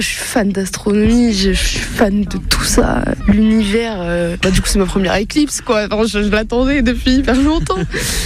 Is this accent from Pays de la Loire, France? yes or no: yes; Nantes, Pays de la Loire, France; Parce que nous, on vient de Nantes, en fait.